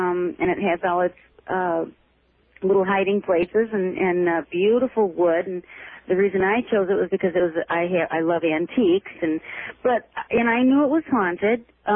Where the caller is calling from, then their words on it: Jamestown, New York, United States; I'm calling from Jamestown, New York.